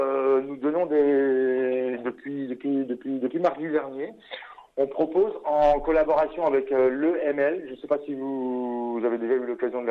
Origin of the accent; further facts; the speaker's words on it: Longwy, Grand Est, France; moved away as an adult; je suis un Longwycien d'origine, donc j'ai grandi à Longwy. J'en suis parti quand j'avais à peu près 20 ans, et j'y reviens de plus en plus.